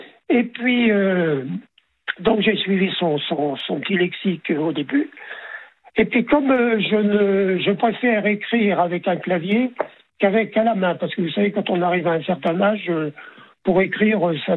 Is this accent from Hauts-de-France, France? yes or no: yes; Amiens, Hauts-de-France, France; also born or lived in Villers-Bretonneux; Je suis né à Villers-Bretonneux. J'ai vécu à Villers-Bretonneux jusqu'en 1949. Je suis né en 42. En décembre 42, je suis né chez... 49, on a quitté Villers-Bretonneux. On est allé habiter à Amiens.